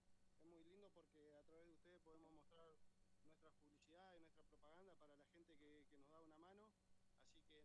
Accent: Cervantes, Río Negro, Argentina; now in Ingeniero Huergo, Argentina; yo en realidad soy de Cervantes, ahora hace como 20 años que vivo en Huergo, pero bueno, tengo mi familia, tengo 1000 amigos en Cervantes.

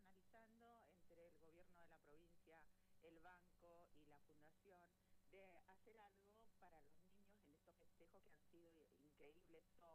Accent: Chile; now in Argentina; yo soy, sabes que soy de Chile. En Chile se usa el doble apellido siempre, pero yo acá, ya soy más de acá que de allá.

